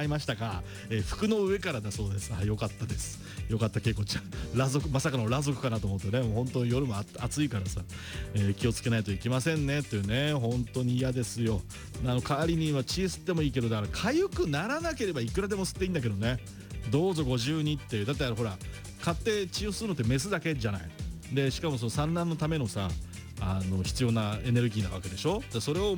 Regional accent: Ibaraki, Japan; やっぱり茨城で生まれ育ちましたからやっぱね

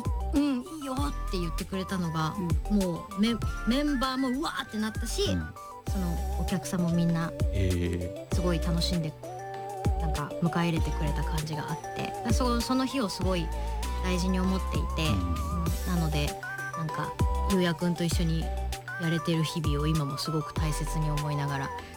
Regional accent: Fukuyama, Hiroshima, Japan; born there; moved away; 福山、福山、広島県福山市、

